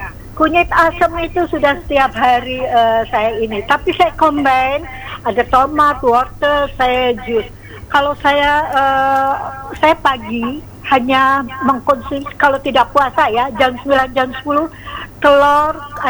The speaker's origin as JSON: {"language": "Indonesian", "town": "Lembang", "region": "West Java", "country": "Indonesia"}